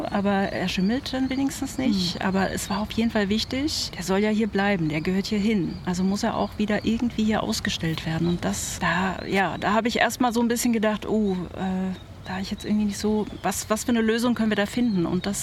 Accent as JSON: {"language": "German", "town": "Potsdam", "region": "Brandenburg", "country": "Germany", "said": "Ja, ich weiß nicht, ich komme aus Potsdam. Ich bin Potsdamerin und Land Brandenburg."}